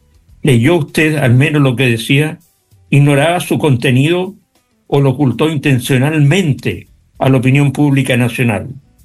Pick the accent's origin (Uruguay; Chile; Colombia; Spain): Chile